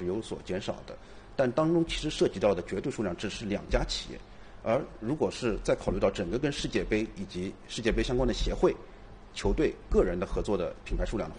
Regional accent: China

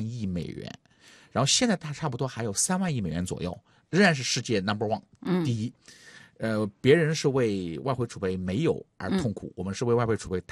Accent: China; 像我们中国人民银行，我国央行

